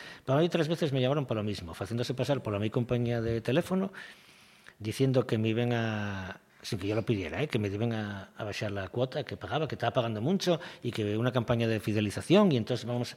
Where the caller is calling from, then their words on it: Mieres, Asturias, Spain; vivo en Mieres, en un pueblo de Mieres